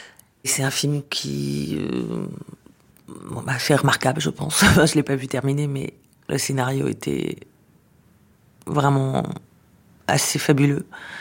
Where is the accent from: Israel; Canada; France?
Israel; born or raised there